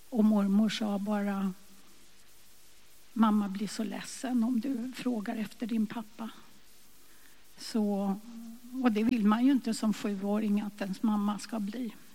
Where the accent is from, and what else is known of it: Stockholm, Stockholm County, Sweden; born or raised there